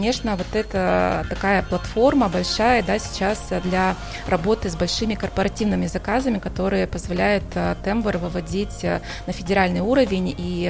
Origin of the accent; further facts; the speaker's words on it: Korsakov, Sakhalin Oblast, Russia; И в этом году состоялся такой первый круиз из моего родного города, из Корсакова.